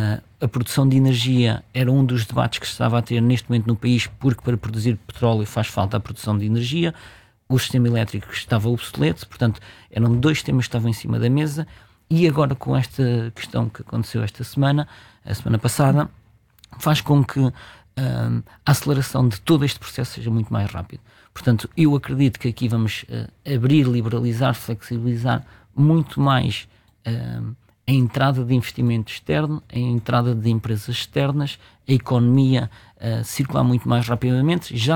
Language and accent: Portuguese; Portugal; temos uma porta de entrada, nós como portugueses e empresas portuguesas e Portugal